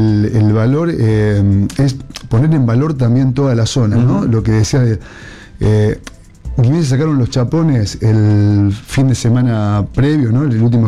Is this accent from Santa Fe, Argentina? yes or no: yes; Casilda, Santa Fe, Argentina; somos de Casilda